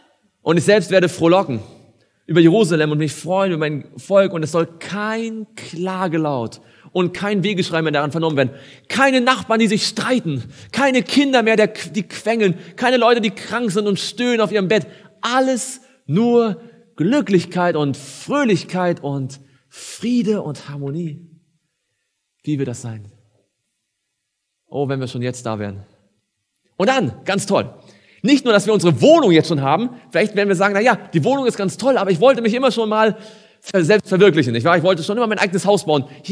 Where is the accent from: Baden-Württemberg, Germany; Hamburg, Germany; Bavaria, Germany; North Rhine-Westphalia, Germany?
Baden-Württemberg, Germany; Stuttgart; Ich komme ja aus Stuttgart, da gibt es ganz berühmte Weinberge, nicht wahr?